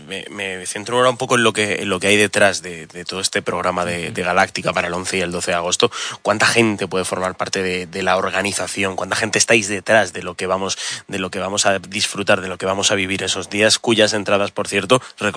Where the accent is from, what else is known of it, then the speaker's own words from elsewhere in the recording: Cartagena, Region of Murcia, Spain; now in Teruel, Spain; Yo soy de Cartagena